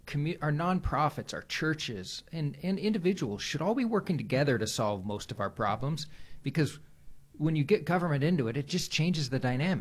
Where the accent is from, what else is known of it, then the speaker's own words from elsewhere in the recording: Chico, California, United States; moved away as an adult; also born or lived in Arizona; now in Kern County, United States; So grandpa ends up being a farm manager at Chico State up north, and that's where I grew up.